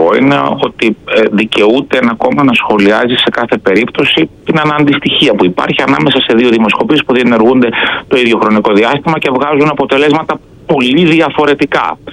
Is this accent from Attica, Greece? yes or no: no; Thessaloniki, Central Macedonia, Greece; επιθυμία μου είναι να κατέλθω στην Αλφα Θεσσαλονίκη, στην περιφέρειά μου, στις επόμενες εκλογές, δηλαδή στην πατρίδα μου εννοώ.